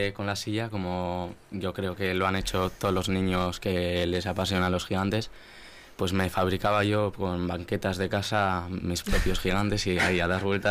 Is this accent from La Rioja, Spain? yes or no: yes; Baños de Rioja, La Rioja, Spain; Y pues dos gigantes hice y pa Baños de Rioja, para mi pueblo de La Rioja.